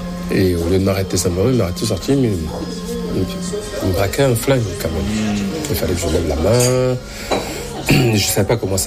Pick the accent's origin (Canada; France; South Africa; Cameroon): Cameroon; Bon, dont je connais bien le Cameroun. Enfin, je suis du Cameroun. Je connais New Bell.